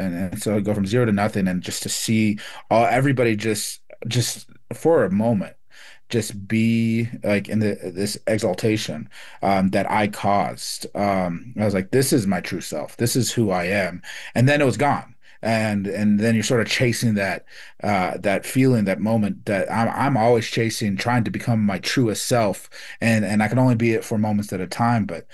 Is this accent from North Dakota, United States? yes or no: no; Phoenix, Arizona, United States; also born or lived in Vanderwagen, New Mexico; So I grew up in living in Phoenix, and then for winters and summers, I'd go back with my mom up in Vanderwagen, New Mexico, and just live out there on the res.